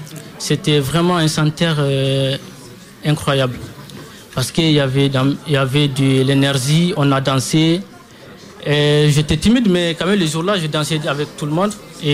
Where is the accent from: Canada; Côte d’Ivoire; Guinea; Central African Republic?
Guinea; now in France; j'ai 17 ans et je suis guinéen et je suis à Coalia, ça fait 3 ans.